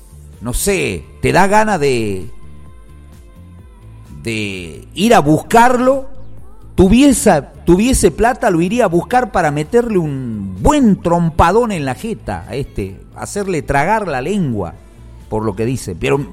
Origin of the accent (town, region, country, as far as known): Argentina